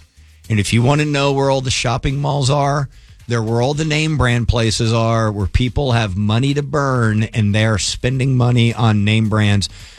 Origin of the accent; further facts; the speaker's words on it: Richardson, Texas, United States; you know, Ben and I grew up in Richardson, and our high school was across the street from Richardson Square Mall.